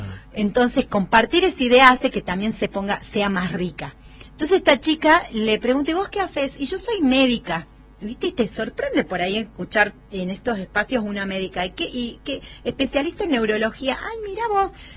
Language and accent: Spanish; Jujuy, Argentina; los jujeños, que nos cuesta un montón, porque eso también, nosotros somos collas, somos para adentro